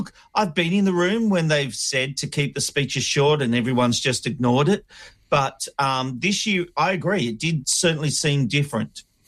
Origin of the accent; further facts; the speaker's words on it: Australia; Maybe I'm un-Australian, but you know what? Maybe it's because I grew up in Housing Commission and I just thought they were taking the piss out of me.